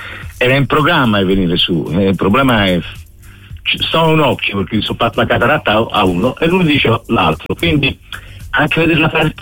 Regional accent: Florence, Tuscany, Italy; born there; now in Bari, Italy; Io sono fiorentino, ma sto da parecchi anni qua a Bari e continuo ad essere tifoso Viola, rimarrò tifoso Viola, continuo, sono abbonato

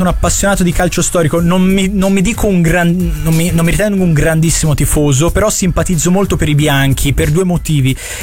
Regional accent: Florence, Tuscany, Italy; sono di Firenze Sud

